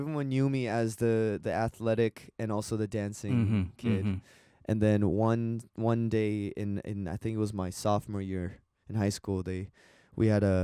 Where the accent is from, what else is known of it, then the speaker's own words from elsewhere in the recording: Surrey, British Columbia, Canada; also born or lived in Korea; So I grew up in the very suburbs of Vancouver. It's like a 40-minute drive. But we all say we're from Vancouver.